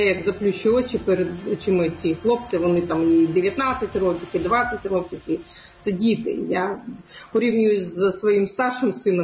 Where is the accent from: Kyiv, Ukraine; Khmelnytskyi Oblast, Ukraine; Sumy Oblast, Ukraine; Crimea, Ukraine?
Crimea, Ukraine; moved away; мій дім – це Крим